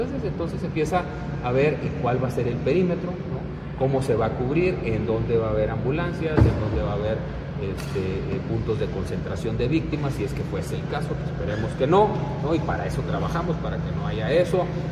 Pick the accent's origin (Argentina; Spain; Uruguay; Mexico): Mexico; nos recuerda por qué somos mexicanos.